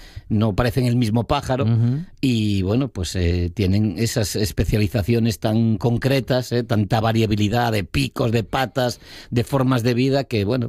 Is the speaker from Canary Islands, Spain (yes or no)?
no; Noia, Galicia, Spain; born or raised there